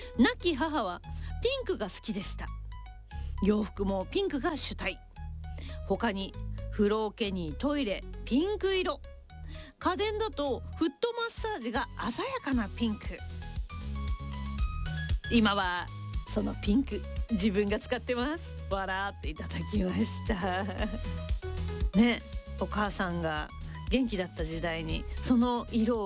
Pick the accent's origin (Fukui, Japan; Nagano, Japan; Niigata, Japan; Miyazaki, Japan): Niigata, Japan; ご当地〇〇で生まれて新潟で育った … がまた戻ってまいりました。